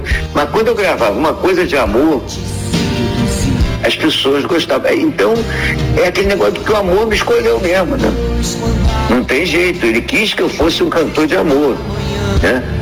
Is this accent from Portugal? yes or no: no; Niterói, Rio de Janeiro, Brazil; Sou de Niterói.